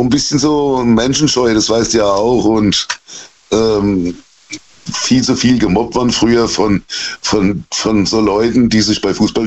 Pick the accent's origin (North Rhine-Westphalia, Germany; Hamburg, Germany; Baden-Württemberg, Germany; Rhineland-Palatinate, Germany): Rhineland-Palatinate, Germany; Worms; Ja, ich bin Deutscher, sagen wir es mal so.